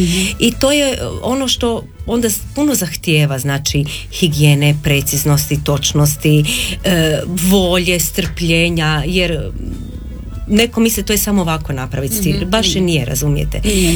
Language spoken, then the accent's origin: Croatian; Croatia; moved away as an adult; also born or lived in Zagreb; ja sam se rodila u Zagrebu, djetinjstvo sam provela u Zagorju i udam sam se ponovno vratila u Zagreb.